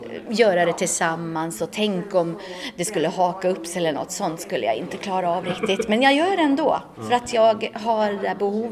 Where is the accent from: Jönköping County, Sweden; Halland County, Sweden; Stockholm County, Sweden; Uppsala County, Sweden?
Uppsala County, Sweden; Tierp; jag kommer ju från Tierp mellan Gävle och Uppsala, Uppland. Mm. Och där dansar man.